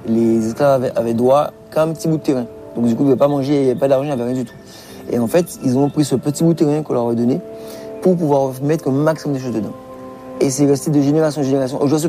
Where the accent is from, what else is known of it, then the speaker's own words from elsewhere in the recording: Guadeloupe, France; now in Paris, France; Ouais, j'ai essayé de refaire un jardin créole, mais à Paris. Mes deux parents sont haïtiens, mais moi je suis né en Guadeloupe.